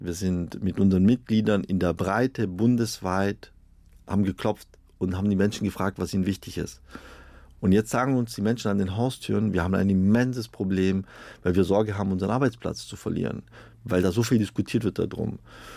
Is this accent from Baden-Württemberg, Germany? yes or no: yes; Stuttgart, Baden-Württemberg, Germany; Ich komme ja aus Stuttgart, das ist ein ganz großes Thema.